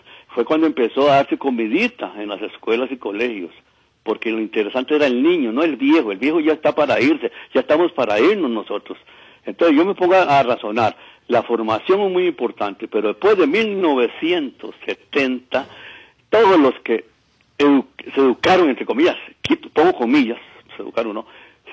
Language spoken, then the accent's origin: Spanish; Costa Rica; yo me pongo a pensar como costarricense